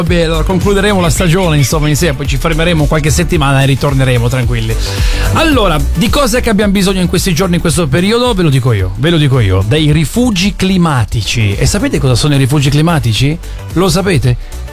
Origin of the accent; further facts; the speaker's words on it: Strassoldo, Friuli-Venezia Giulia, Italy; Io sono nativo di un paesello che si chiama Strassoldo, in provincia di Udine, il mio paese natale. Là ci sono i viali alberati, i tigli ci sono, che fanno una chioma, un fresco d'estate meraviglioso, bellissimo